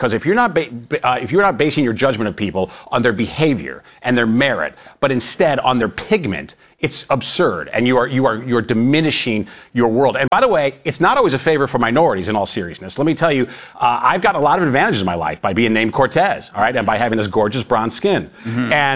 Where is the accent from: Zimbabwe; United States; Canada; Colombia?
Colombia; Yeah, Colombia.